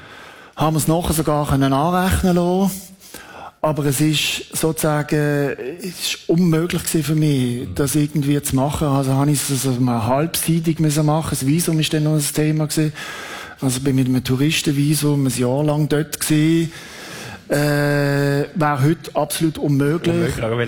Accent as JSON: {"language": "German", "country": "Switzerland", "said": "schau, ich bin Schweizer, ich bin neutral, ich laufe jetzt da rein."}